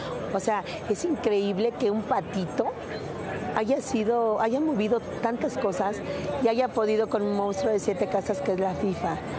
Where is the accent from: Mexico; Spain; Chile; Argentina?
Mexico; que conozcan cómo somos los mexicanos, cómo es la familia, que es un núcleo muy bonito